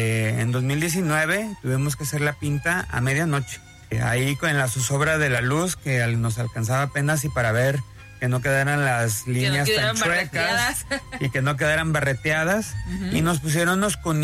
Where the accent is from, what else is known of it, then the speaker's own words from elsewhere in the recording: Mexico; somos mexicanos, mexicanas, mexicanes